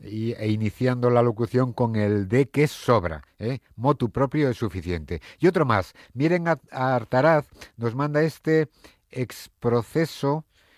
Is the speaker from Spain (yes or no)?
yes; Palencia, Castile and León, Spain; esa carga que llevamos todos los palentinos desde que nacemos, tener que decir que somos de Palencia con P.